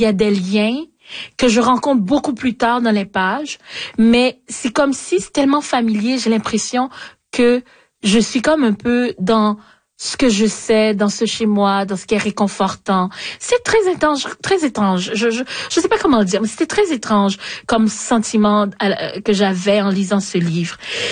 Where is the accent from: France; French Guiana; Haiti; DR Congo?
Haiti; parce que moi, même si je viens d'Haïti